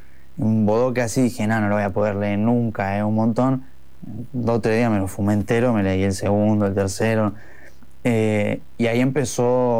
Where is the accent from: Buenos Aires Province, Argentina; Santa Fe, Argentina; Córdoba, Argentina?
Santa Fe, Argentina; Rosario; soy de Rosario